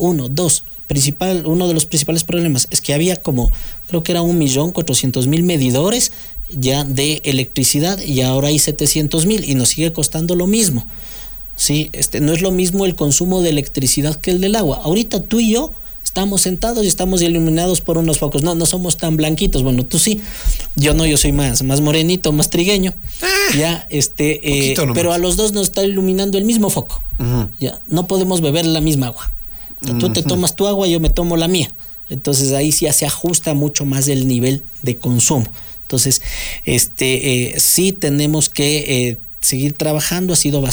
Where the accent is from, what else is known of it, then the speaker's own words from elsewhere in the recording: Quito, Pichincha, Ecuador; Como quiteño, permítanme hablar aquí como quiteño